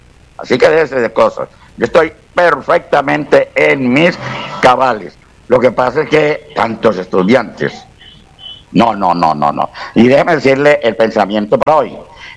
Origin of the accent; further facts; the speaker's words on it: San Juan del Cesar, La Guajira, Colombia; now in El Molino, Colombia; mi pueblo San Juan